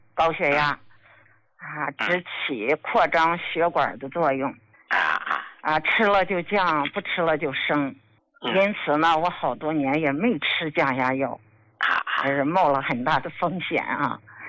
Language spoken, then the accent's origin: Chinese; Shandong, China; 我们山东人啊，可能都爱吃咸，口重哈。